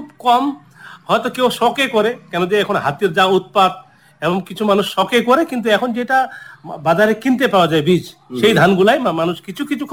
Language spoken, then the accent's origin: Bangla; Fulbari, Jalpaiguri district, West Bengal, India; আমার মানে বয়স এখন 54 প্লাস, আমি আমার জন্ম এখানে।